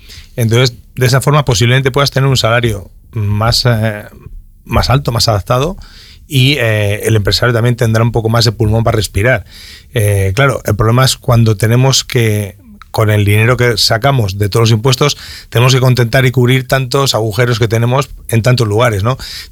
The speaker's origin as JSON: {"language": "Spanish", "town": "Palencia", "region": "Castile and León", "country": "Spain", "moved": "yes", "lives_now": "Burgos, Spain", "said": "yo no soy natural de Burgos, soy de Palencia, tengo familia casi toda fuera de Burgos"}